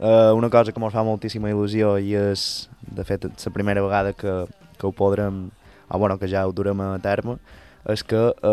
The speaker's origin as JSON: {"language": "Catalan", "town": "Artà", "region": "Balearic Islands", "country": "Spain", "said": "jo som d'Artà"}